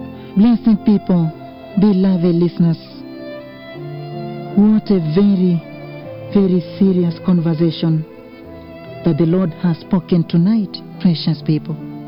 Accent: Kenya; How I repent, I really repent. … as a Kenyan.

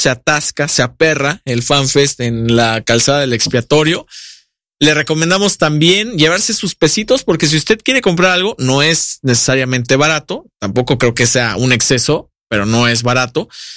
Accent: Guanajuato, Mexico; todos somos guanajuatenses

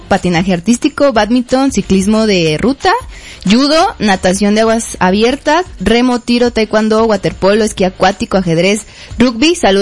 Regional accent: Mexico; porque somos mexicanos

